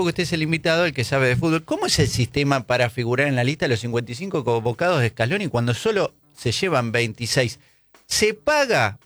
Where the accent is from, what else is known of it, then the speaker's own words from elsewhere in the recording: Argentina; Son preguntas que me hago como un argentino promedio.